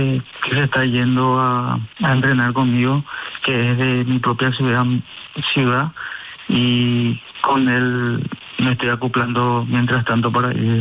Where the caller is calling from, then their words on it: Ipané, Central, Paraguay; estoy muy lejos también del lugar de entrenamiento, de salir de Ipané y irte a Luque